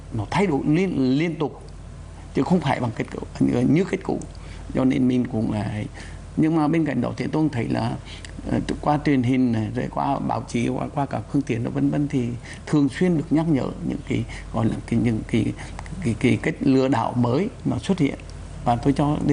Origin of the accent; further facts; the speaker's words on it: Quang Binh, Vietnam; born or raised there; now in Hanoi, Vietnam